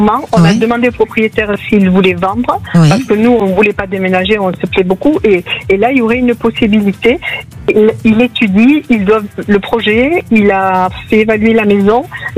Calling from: Occitanie, France; De la région toulousaine.

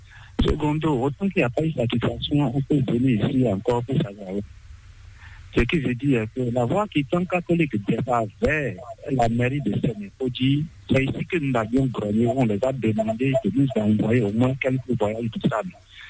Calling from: Togo; Je vous appelle de Caravie, Togo.

